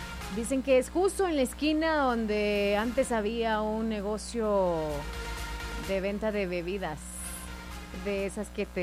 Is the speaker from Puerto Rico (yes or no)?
no; El Salvador; ¿Será que nosotros, como salvadoreños, también tenemos ese amor por la patria, por nuestro país, por nuestra cultura?